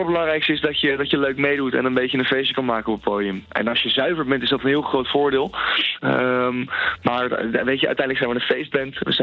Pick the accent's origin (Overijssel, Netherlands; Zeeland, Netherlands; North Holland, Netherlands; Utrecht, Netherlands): Utrecht, Netherlands; Nou ja, ik ben geen Rotterdammer van oorsprong. Ik kom uit de regio Utrecht. Maar ja, ik kom studeren in Rotterdam.